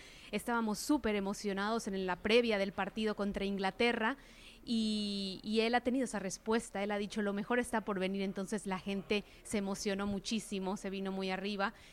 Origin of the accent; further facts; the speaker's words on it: Mexico; moved away as an adult; now in Madrid, Spain; al menos para mí que soy mexicana